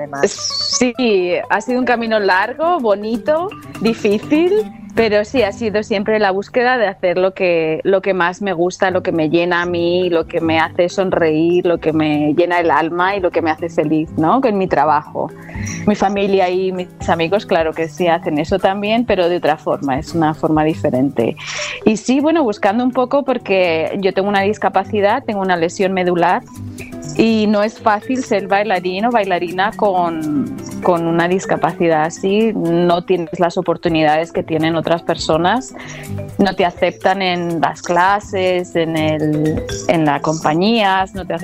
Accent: Madrid, Community of Madrid, Spain; moved away as an adult; No, soy española de Madrid, de la capital. Y bueno, yo crecí allí, viví allí muchos años y luego mi carrera profesional ha sido casi siempre fuera de España.

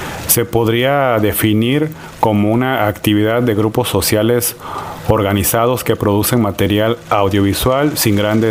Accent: Juchitán de Zaragoza, Oaxaca, Mexico; Soy de Juchitán de Zaragoza, Oaxaca, una comunidad zapoteca que pertenece al Istmo de Tehuantepec.

